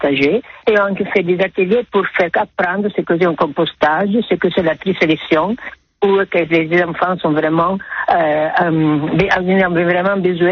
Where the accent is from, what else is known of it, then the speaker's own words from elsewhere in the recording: Italy; accent: Italian; French is a second language; now in Saint-Isidore, France; mon accent c'est italien